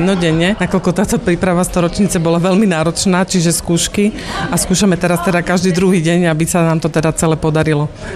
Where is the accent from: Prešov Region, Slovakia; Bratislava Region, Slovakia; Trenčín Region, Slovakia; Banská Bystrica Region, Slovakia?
Bratislava Region, Slovakia; Čataj